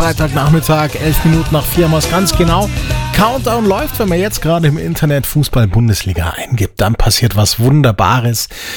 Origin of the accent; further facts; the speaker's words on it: Peiting, Bavaria, Germany; Ich komme ja aus Peiting, wir haben so 12.500 Einwohner